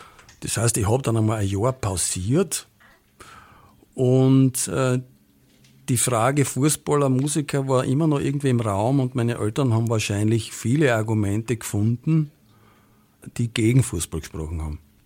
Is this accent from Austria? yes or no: yes; Voitsberg, Styria, Austria; Ich bin in Voitsberg geboren und auch aufgewachsen. Und zwar in der ÖDK-Siedlung.